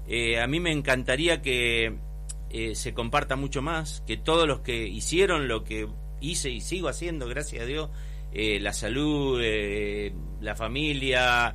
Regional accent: Cipolletti, Río Negro, Argentina; now in Fernández Oro, Argentina; yo soy nacido y criado en Cipolletti, una ciudad futbolera, pero fierrera, histórica fierrera.

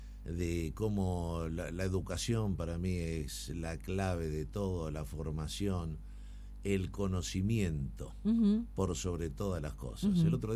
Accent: Buenos Aires, Argentina; born there

